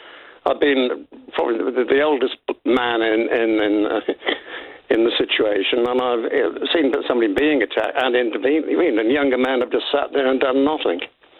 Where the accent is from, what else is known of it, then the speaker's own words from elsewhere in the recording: Liverpool, North West England, United Kingdom; moved away; I was raised in Liverpool. I don't live there anymore.